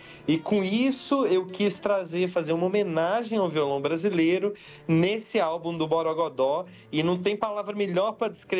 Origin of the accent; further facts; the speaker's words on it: Prados, Minas Gerais, Brazil; also born or lived in São João del Rei; Olha, eu sou do interior de Minas Gerais, eu nasci numa cidade que chama São João del Rei, cresci numa cidadezinha ao lado que chama Prados